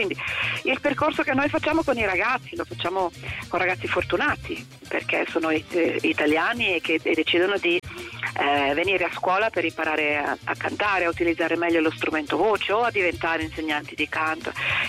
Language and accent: Italian; Bologna, Emilia-Romagna, Italy; io sono bolognese